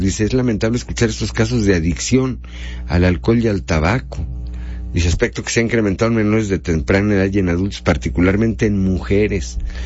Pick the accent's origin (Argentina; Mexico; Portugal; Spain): Mexico; Coahuila; lo que somos los coahuilenses